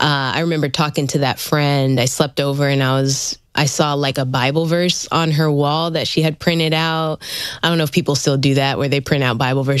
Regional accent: Manila, Metro Manila, Philippines; born there

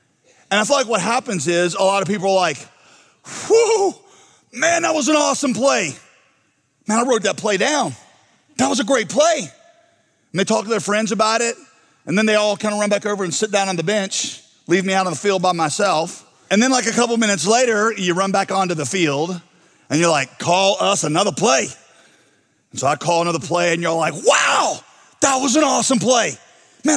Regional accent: United States; Y'all, listen, I'm an American through and through.

